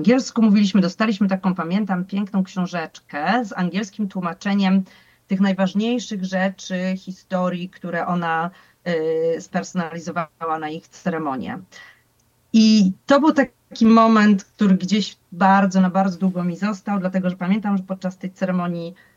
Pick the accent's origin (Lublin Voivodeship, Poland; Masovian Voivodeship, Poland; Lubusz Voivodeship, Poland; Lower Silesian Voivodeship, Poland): Lower Silesian Voivodeship, Poland; Wrocław; nasz proboszcz w parafii we Wrocławiu, skąd pochodzę